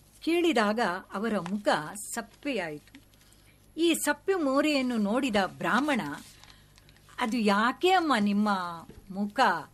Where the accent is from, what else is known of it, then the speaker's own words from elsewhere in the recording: Mangaluru, Karnataka, India; born there; ನಮ್ಮ ಮನೆ ಕದ್ರಿ ಇತ್ತು